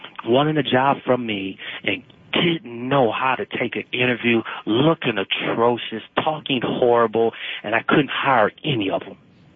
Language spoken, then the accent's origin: English; Michigan, United States; moved away; I'm from Michigan.